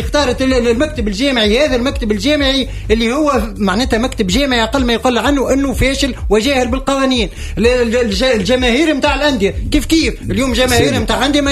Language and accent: Arabic; Tunisia; انا الحقيقه باش نحكي كتونسي